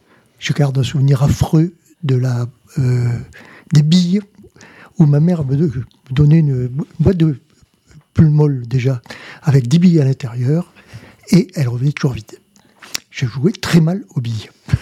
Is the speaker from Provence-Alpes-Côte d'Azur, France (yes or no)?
yes; Le Luc, Provence-Alpes-Côte d'Azur, France; Alors, je suis un pur Lucois, je suis né à Luc. Je suis parti longtemps pour des raisons professionnelles et je suis revenu en retraite à Luc.